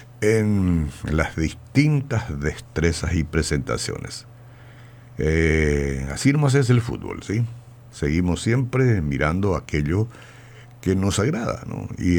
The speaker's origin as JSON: {"language": "Spanish", "country": "Paraguay"}